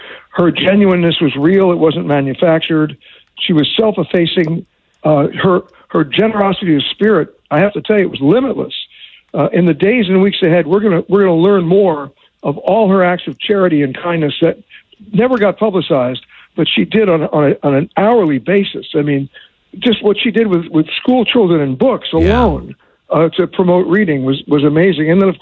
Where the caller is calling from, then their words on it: Bay Shore, New York, United States; I'm actually in Bayshore, Long Island, and also on Fire Island, which is right across the bay.